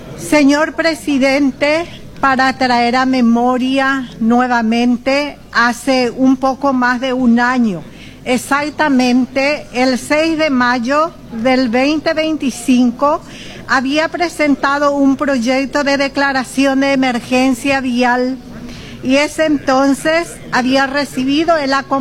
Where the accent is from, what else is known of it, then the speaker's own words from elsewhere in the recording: Paraguay; decirle a mis compueblanos unionenses